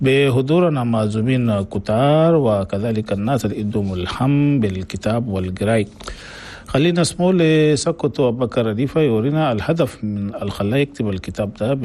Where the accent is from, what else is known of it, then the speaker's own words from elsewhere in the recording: Chad; أنا بلدنا تشاد دي نشرة الأخبار